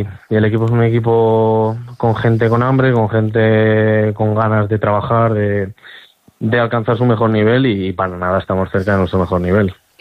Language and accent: Spanish; Ágreda, Castile and León, Spain; he estado muy muy arraigado a Soria, he estado muy arraigado a mi pueblo, a Agre, a mis amigos, a mi familia